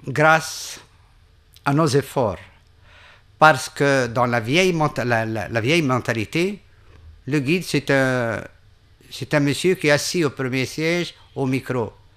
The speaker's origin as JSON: {"language": "French", "town": "Le Bardo", "region": "Tunis Governorate", "country": "Tunisia", "said": "Bon, moi je suis du Bardo, je savais qu'il y avait une caserne militaire à côté du musée."}